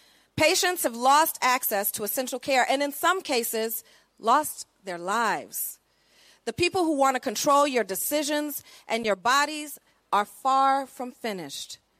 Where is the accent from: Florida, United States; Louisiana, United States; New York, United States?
Louisiana, United States; New Orleans; also born or lived in Selma, Alabama; I grew up in New Orleans, Louisiana, and Selma, Alabama. I am a daughter of the South.